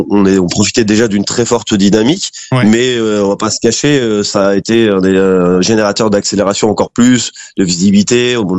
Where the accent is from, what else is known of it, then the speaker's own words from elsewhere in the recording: France; je suis français et je suis passionné d'Italie.